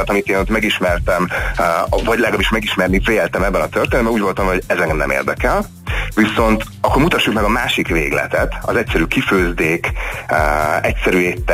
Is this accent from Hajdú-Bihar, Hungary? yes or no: yes; Debrecen, Hajdú-Bihar, Hungary; moved away as an adult; also born or lived in Szeged; Debrecenben nőttem föl